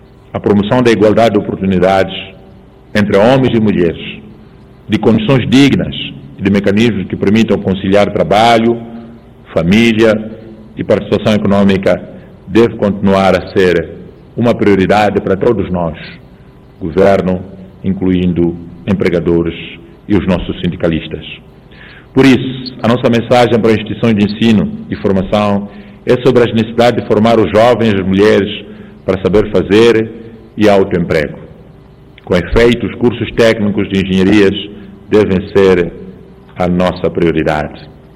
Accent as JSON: {"language": "Portuguese", "country": "Mozambique", "said": "Este é um desafio coletivo de todos nós como moçambicanos."}